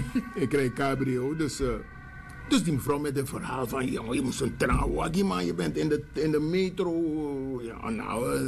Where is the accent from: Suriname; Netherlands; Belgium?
Belgium; Maar ik kom uit België.